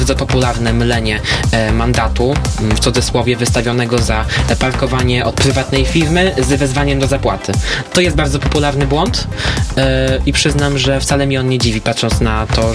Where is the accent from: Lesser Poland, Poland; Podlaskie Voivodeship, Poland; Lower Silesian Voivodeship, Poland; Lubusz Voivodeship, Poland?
Podlaskie Voivodeship, Poland; Łomża; jestem Łomżyniakiem, wychowałem się w Łomży, tutaj się urodziłem.